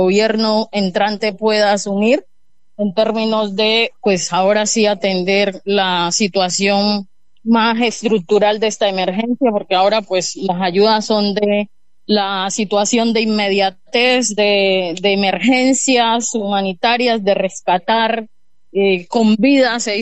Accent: Buenaventura, Valle del Cauca, Colombia; como colombianos, como bonaverenses, como gente del Pacífico

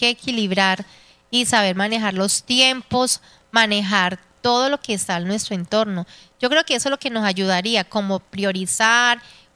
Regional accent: Cartago, Valle del Cauca, Colombia; Ella es de Cartago Valle, mi tierra.

